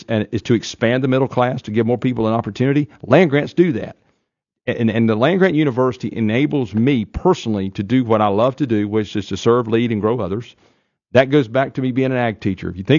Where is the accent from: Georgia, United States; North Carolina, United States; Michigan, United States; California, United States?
North Carolina, United States; moved away as an adult; now in North Dakota, United States; I grew up in Eastern North Carolina.